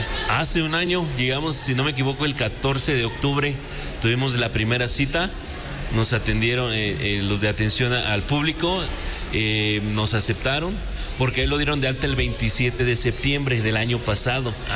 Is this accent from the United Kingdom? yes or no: no; Tlatlapanala, Puebla, Mexico; moved away as an adult; No, nosotros venimos de la Sierra Norte, un lugar que se llama Tlatlapanala. Ya nos quedamos aquí todo el año.